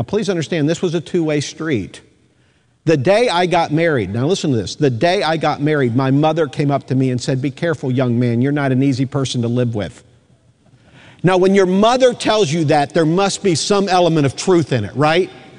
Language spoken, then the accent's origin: English; Mansfield, Ohio, United States; born there; I was in fifth grade, going to Mansfield Christian School in Mansfield, Ohio